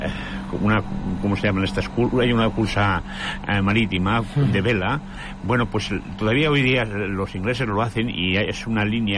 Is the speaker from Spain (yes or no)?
yes; Bretó, Castile and León, Spain; Y Navianos está muy cerca de mi pueblo, que se llama Bretó, y de un pueblo que se llama Bretocino